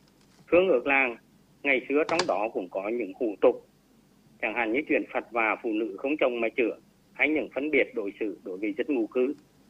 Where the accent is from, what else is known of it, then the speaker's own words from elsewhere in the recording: Hà Tĩnh, Vietnam; Ở xã quê tôi, một xã nông thôn mới của tỉnh Hà Tĩnh